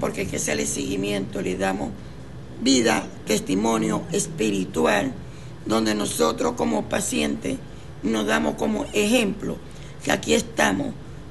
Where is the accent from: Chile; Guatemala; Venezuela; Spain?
Venezuela; Maracaibo, Zulia; now in Machiques, Venezuela; Sí, yo soy maracucha, yo soy de Maracaibo, pero yo vivo en Machique.